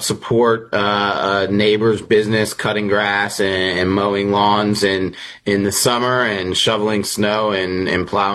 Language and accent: English; New Haven, Connecticut, United States; I am from New Haven, Connecticut. I have one younger sister and I am the oldest.